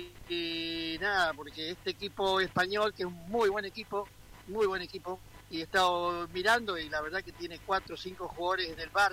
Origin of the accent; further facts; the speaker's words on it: Argentina; en varios lugares que vamos no saben que somos argentinos